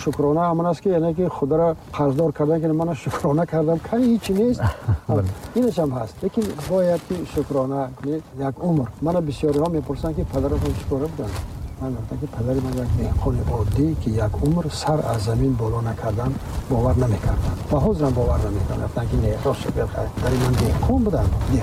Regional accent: Kangurt, Khatlon, Tajikistan; moved away; бори дигар ба кангур хуш омадед ба деҳаи ман ба зодгоҳи ман

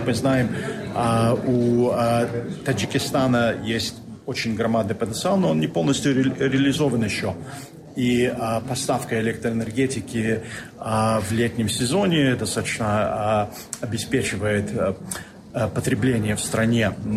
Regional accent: Brussels, Brussels-Capital Region, Belgium; Я из Брюсселя.

